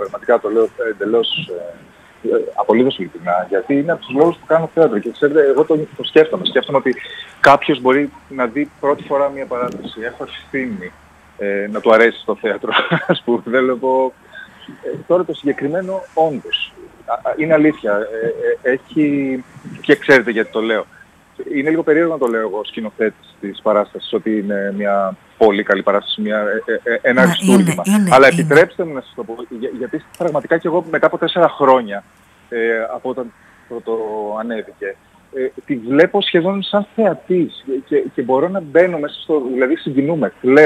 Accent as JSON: {"language": "Greek", "town": "Thessaloniki", "region": "Central Macedonia", "country": "Greece", "said": "Όταν είμαι εδώ, στη Θεσσαλονίκη, στην πόλη μου, και βγαίνω από το θέατρο"}